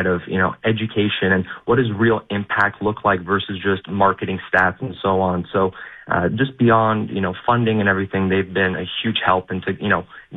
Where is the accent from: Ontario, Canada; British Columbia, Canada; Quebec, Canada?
Quebec, Canada; Montreal; I was born and raised in Montreal.